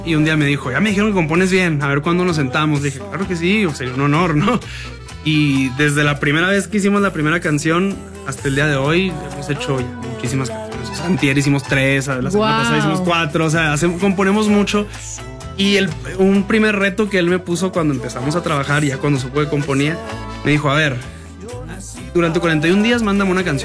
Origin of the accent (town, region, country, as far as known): Chihuahua, Mexico; born there